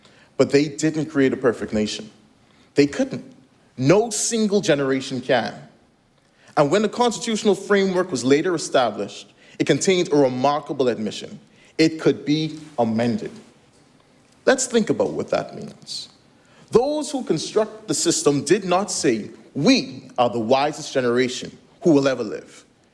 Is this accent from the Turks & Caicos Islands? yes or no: yes; North Caicos, Turks & Caicos Islands; growing up in North Caicos, I was a proud Baptist boy.